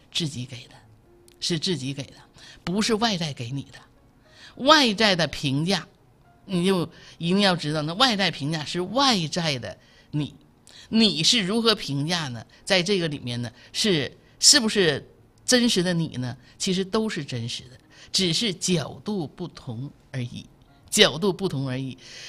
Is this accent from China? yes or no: yes; Jinzhou, Liaoning, China; accent: Jinzhou; 我特别爱锦州，我特别爱家乡，所以我的口音吧就浓浓的咱那个锦州的那个味道。